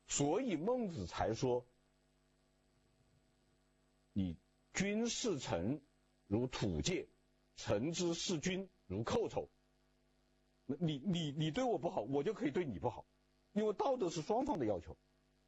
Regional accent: China

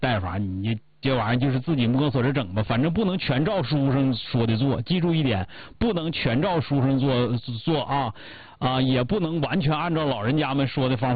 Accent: Northeast China, China; 咱们东北人

